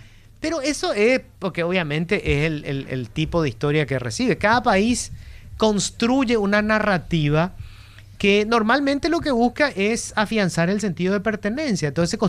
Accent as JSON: {"language": "Spanish", "country": "Paraguay"}